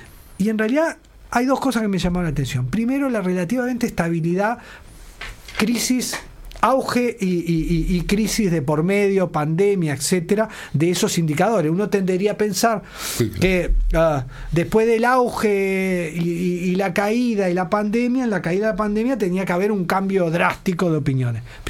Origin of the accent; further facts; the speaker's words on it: Uruguay; los uruguayos